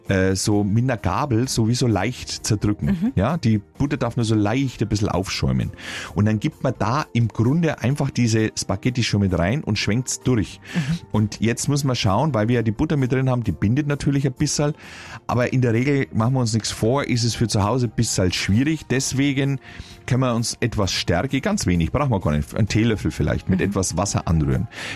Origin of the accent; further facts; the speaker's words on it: Bavaria, Germany; weil ich sie als Franke nicht aussprechen kann